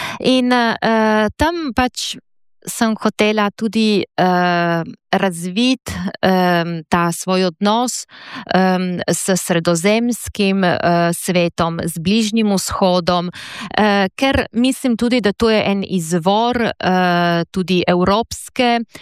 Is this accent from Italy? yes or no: yes; Friuli-Venezia Giulia, Italy; moved away as an adult; also born or lived in Padua, Italy / Rome, Italy; Izhajam iz Goriških Brd, iz zelo slovenske družine v Italiji. Ob koncu šole sem, čeprav sem bila zelo, zelo povezana, vključena v slovensko manjšino, se odločila, da bom šla študirati najprej v Padovo in potem v Rim